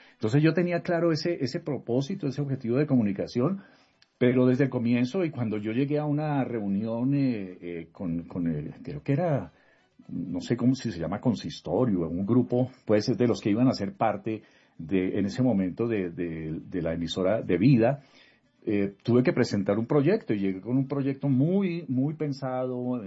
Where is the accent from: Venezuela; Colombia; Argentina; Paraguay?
Colombia; Siempre nos criamos escuchando radio, siempre en Colombia la radio fue muy presente